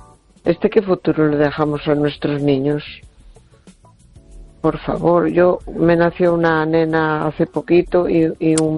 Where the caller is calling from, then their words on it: A Coruña, Galicia, Spain; de Coruña.